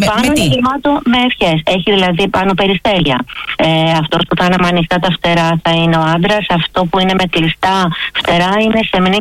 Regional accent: Kalyvia, Attica, Greece; Για τα Καλύβια είμαστε, επειδή είμαι από τα Καλύβια, έχουμε βαστίξει χαμηλό συντελεστή δόμησης και αυτό είναι πολύ καλό για τα Καλύβια.

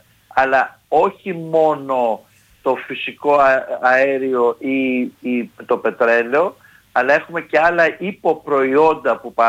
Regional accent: Greece; σαν Έλληνες

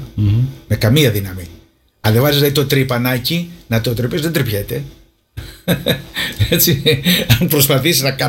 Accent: Greece; δεν είμαι από εδώ, δεν είμαι Γερμανός, εγώ είμαι Έλληνας.

